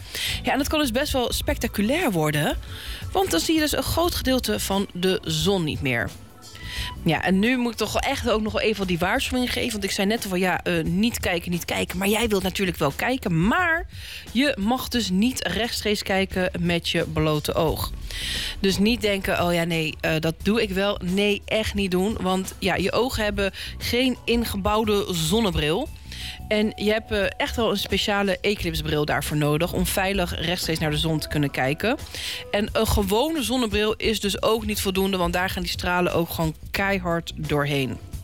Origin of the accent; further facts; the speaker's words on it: The Hague, South Holland, Netherlands; als Hagenezen, kunnen gewoon lekker hier de duinen in.